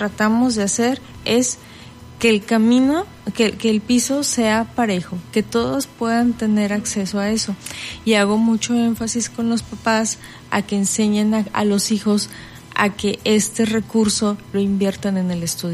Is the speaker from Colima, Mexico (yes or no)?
yes; Manzanillo, Colima, Mexico; No que yo que soy de Manzanillo y estudio en Cuauhtémoc, en Colima, y allá está mi INE.